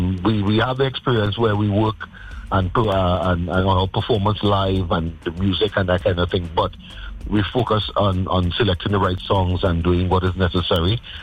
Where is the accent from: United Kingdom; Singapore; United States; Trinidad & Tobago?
Trinidad & Tobago; And being a Trinidadian, being a tree, first, that comes first more than anything. This is where I'm born.